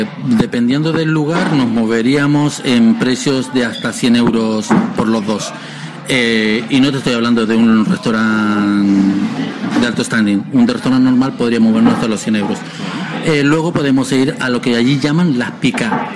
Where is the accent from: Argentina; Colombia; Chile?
Chile; Arica, Arica y Parinacota; moved away; nosotros tenemos la gracia que vivimos en la frontera con Perú